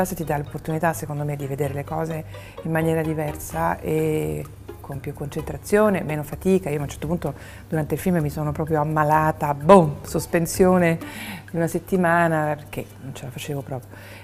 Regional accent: Rome, Lazio, Italy; io vengo da Roma, cioè la nebbia la vedo una volta nella vita.

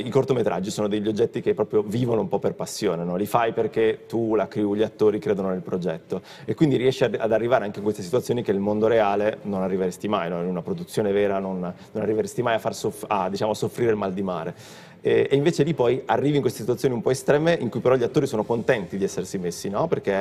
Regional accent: Verona, Veneto, Italy; now in Milan, Italy; io non sono di Milano, sono di Verona, ok, di origine

